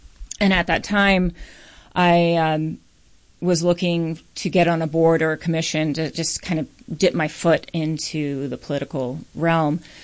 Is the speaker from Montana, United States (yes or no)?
no; Philadelphia, Pennsylvania, United States; now in Minnesota, United States; I'm not from Minnesota originally. I'm from the Philadelphia area.